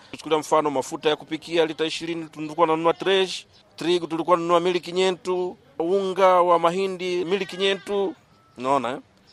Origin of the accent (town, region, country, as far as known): Mueda, Cabo Delgado, Mozambique; born or raised there